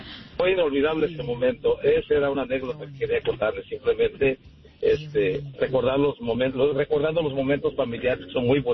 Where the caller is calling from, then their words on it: Houston, Texas, United States; Hola. Hola … de Houston.